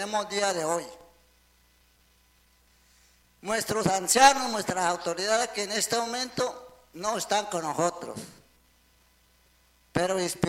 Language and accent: Spanish; Arauca, Colombia; Spanish is a second language; Venimos todo el pueblo indígena del departamento de Arauca, vinimos de Tames, Sicuanes, Betoy